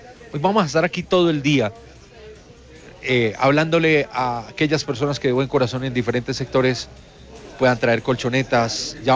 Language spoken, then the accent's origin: Spanish; Colombia; nos une esta situación como colombianos.